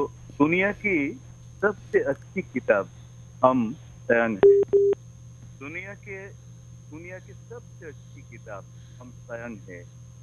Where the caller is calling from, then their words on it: Ramkrishna Nagar, Assam, India; मेरा गांव का नाम है राम कृष्ण नगर, डिस्ट्रिक्ट के श्री भूमि, आसाम से ताल्लुका है।